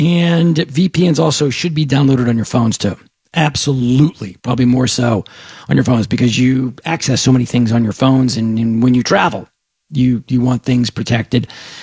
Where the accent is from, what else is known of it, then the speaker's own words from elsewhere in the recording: Dallas, Texas, United States; And Dallas, Fort Worth, my hometown. Talk Radio 1190.